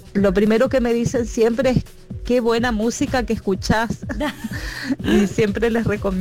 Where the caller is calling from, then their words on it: Resistencia, Chaco, Argentina; Hola Radio Disney, buen día. … de Resistencia Chaco.